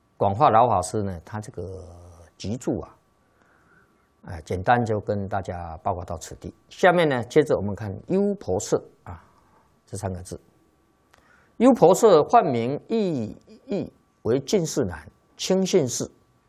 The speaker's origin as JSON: {"language": "Chinese", "country": "China", "said": "一般我们中国人讲啊，盖房子啊，坐北朝南啊"}